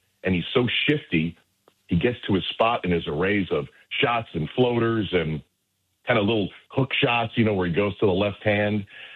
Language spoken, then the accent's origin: English; New York, United States; I'm from the New York area, so I get it.